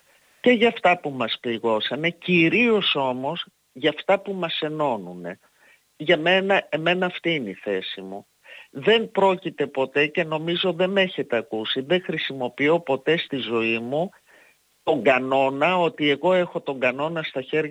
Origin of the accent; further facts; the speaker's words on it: Greece; Ως Ελληνίδα το θεώρησα έτσι.